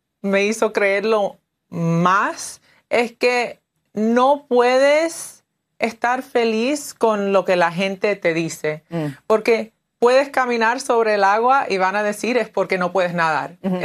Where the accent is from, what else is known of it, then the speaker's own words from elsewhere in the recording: Cuba; yo dije, ¿cómo que no soy cubana?